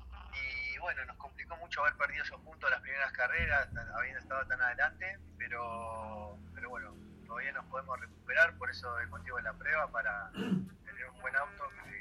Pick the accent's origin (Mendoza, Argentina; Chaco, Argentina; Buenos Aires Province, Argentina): Buenos Aires Province, Argentina; Necochea